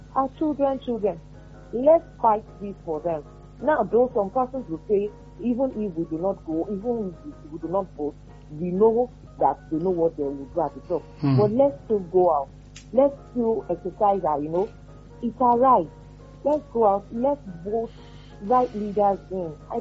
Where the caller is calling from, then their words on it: Ibadan, Oyo, Nigeria; I'm calling from Bodija.